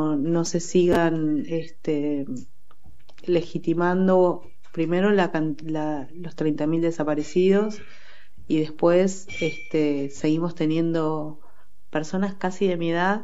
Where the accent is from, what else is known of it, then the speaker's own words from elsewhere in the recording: Caracas, Capital District, Venezuela; born there; Nací en Caracas y estuvimos ahí, bueno, yo 6 años y mis padres estuvieron 8 años.